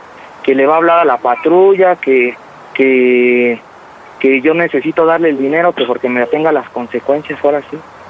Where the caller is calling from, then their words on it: Iztapalapa, Mexico City, Mexico; Yo soy de aquí de Iztapalapa